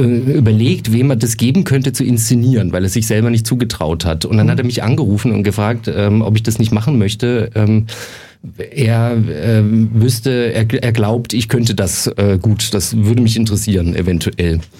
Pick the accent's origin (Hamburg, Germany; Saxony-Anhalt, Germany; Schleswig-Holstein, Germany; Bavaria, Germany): Bavaria, Germany; Nuremberg; moved away as an adult; now in Munich, Germany; Und wir haben beschlossen, nach München zu ziehen. Und ich als Nürnberger wollte mir mal ein eigenes Bild von der Stadt machen